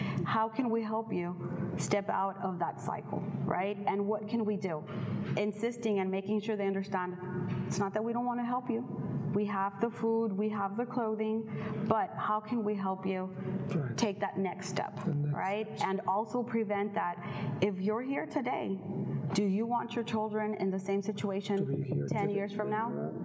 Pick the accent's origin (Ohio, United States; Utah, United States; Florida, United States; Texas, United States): Texas, United States; Brownsville; born there; also born or lived in Matamoros, Mexico; I'm from Brownsville. I grew up in Brownsville. I grew up in Matamoros.